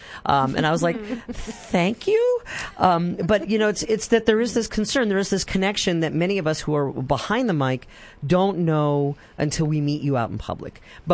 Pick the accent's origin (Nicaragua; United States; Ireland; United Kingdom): United States; Wisconsin; I'm originally from Wisconsin, and you can hear it whenever I talk about Wisconsin or Minnesota or yeah, you betcha.